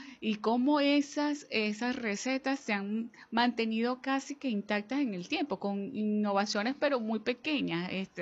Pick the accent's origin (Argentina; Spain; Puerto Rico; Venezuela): Venezuela